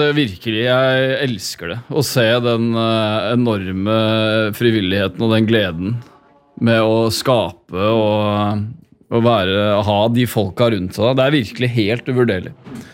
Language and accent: Norwegian; Lier, Buskerud, Norway; Jeg er fra Lier.